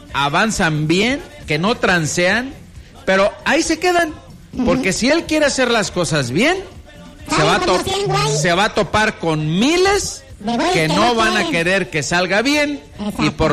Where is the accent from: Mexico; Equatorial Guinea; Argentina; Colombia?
Mexico